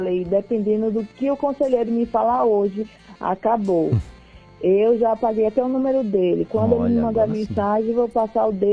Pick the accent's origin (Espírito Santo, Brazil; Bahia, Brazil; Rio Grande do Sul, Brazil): Bahia, Brazil; moved away as an adult; now in São Paulo, Brazil; Eu sou uma mulher independente que vim da Bahia e luto aqui em São Paulo pelos meus objetivos. Moro aqui há 10 anos.